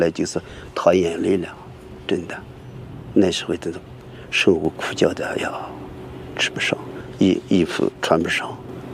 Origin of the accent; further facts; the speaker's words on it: Hualong, Qinghai, China; born there; moved away as an adult; now in Hangzhou, China; 我们青海这个化隆